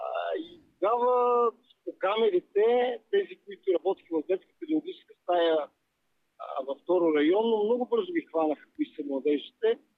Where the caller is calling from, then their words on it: Plovdiv, Plovdiv Province, Bulgaria; Аз съм от Пловдив